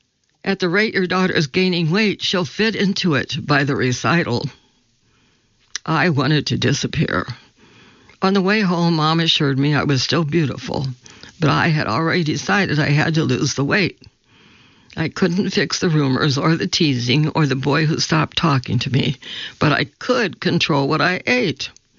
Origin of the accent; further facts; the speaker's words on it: Roanoke, Virginia, United States; I grew up in Roanoke, Virginia, the second of four children. Mom worked for a nonprofit, and Dad was a judge.